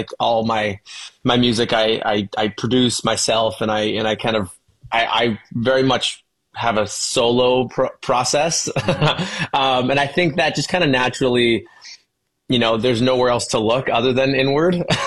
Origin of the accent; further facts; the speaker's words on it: London, Ontario, Canada; be a guitar player for this artist who was an R&B singer from my hometown, which is London, Ontario.